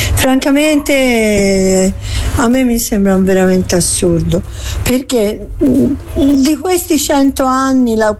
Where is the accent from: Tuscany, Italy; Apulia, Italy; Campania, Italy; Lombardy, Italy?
Tuscany, Italy; Florence; si festeggia noi come fiorentini, come tifosi della Fiorentina